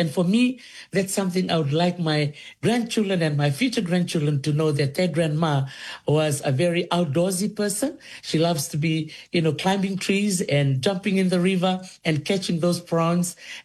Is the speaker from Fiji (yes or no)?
yes; Colo-i-Suva, Central Division, Fiji; also born or lived in Kadavu; young girl in Dholisuva village in the province of Netasiri. That's where I was raised. Even though I'm from originally from Kandavu